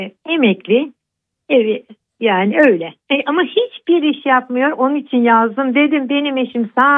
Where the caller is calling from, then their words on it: Ankara, Turkey; Ankara'dayız.